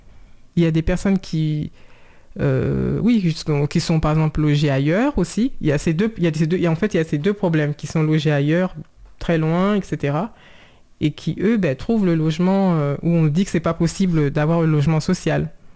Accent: Saint-Cloud, Île-de-France, France; born there; en tant que bon, citoyenne française, parce que je suis née en France, à Saint-Cloud, dans les Hauts-de-Seine.

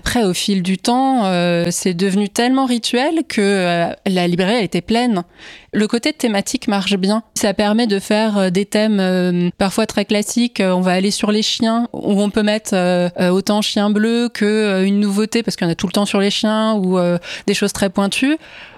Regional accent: Grand Est, France; J'ai grandi en Alsace, hein, donc ça aide avec Tommy Ungerer.

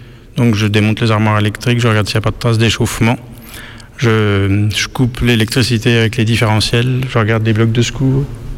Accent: Bourgogne-Franche-Comté, France; Je suis du Morvan, mais je suis pas d'ici. Moi, je suis de la Nièvre, près de Château-Chinon.

